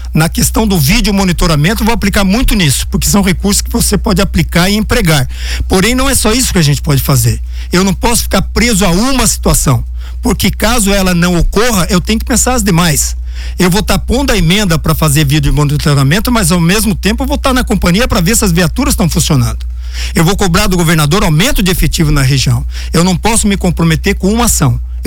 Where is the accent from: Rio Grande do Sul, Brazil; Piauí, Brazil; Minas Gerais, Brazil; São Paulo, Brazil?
São Paulo, Brazil; Ubatuba; agora estou falando como filho do litoral norte de São Paulo, como Caiçara de Ubatuba.